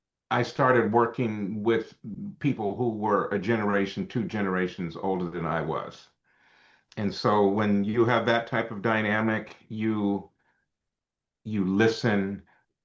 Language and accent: English; San Francisco, California, United States; my happenstance of growing up in San Francisco in this time.